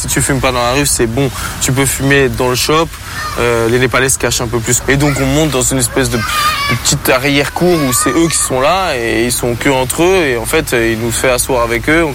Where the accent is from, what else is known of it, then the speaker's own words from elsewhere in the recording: Champigny-sur-Marne, Île-de-France, France; moi, je viens de Champigny, c'est juste à côté, 94 et tout.